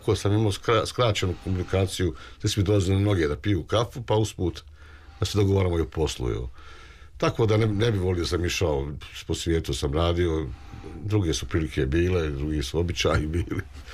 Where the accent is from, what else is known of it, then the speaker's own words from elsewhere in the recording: Sarajevo, Federation of Bosnia and Herzegovina, Bosnia & Herzegovina; Ja sam živio u jednoj divnoj sredini, ja sam živio u Sarajevu, ja sam rođen iz Sarajeva, tamo sam se rodio, tamo sam bio do početka nesrećnog rata.